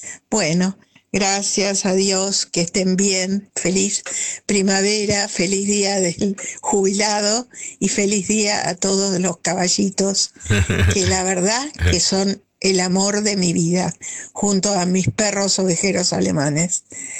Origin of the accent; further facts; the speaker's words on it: Acasuso, Buenos Aires Province, Argentina; Hola Oscar … de Acasuso y quería contarte una historia de amor